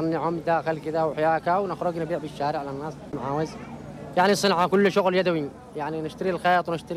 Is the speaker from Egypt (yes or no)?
no; Dhamar, Yemen; now in Marib, Yemen; من مصاب السافل.